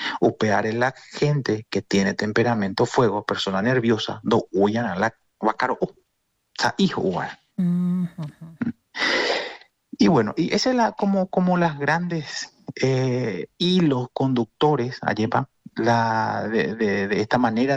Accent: Paraguay; yo comento que soy de Paraguay

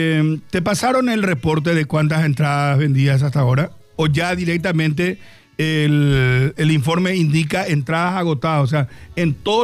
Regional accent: Paraguay; Soy paraguayo, le digo.

